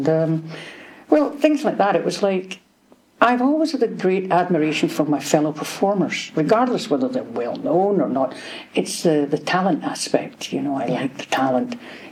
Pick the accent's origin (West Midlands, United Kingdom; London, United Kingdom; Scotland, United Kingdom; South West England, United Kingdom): Scotland, United Kingdom; Glasgow; I just started in my hometown of Glasgow.